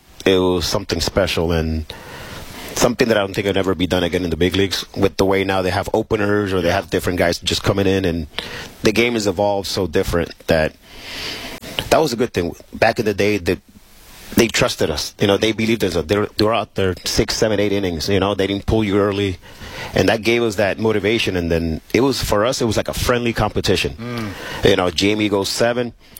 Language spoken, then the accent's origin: English; Puerto Rico; There's just a lot of Puerto Ricans that come through the organization. That, you know, even though we're far from Puerto Rico to Seattle, but you know, it's good.